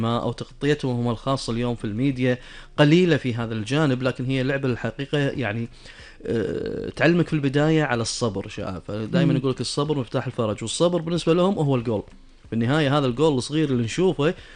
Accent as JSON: {"language": "Arabic", "country": "Kuwait", "said": "أنا أعرف أنها موجودة عندنا مثلا بالكويت"}